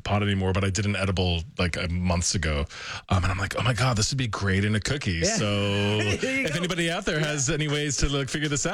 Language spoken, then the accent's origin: English; Newfoundland and Labrador, Canada; You know, I don't know if it's because I'm from Newfoundland, and I'm not sure what I mean by this